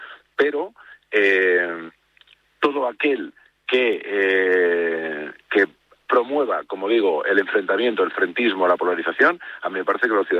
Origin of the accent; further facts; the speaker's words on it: Spain; Yo soy español por un lado, por lo tanto me decanto por Lamine, y madridista por otro